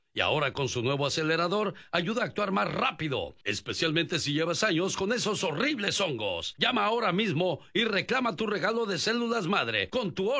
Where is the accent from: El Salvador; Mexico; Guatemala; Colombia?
Mexico; moved away; salí de México, pero México nunca salió de mí.